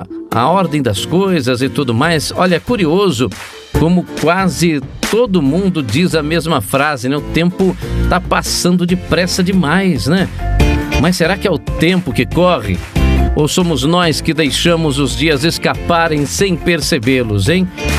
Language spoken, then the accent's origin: Portuguese; Minas Gerais, Brazil; Eu que sou mineiro